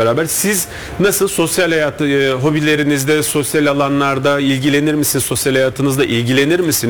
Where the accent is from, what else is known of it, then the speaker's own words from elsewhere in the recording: Gaziantep, Turkey; bir Antepli olarak misafirperverlerdir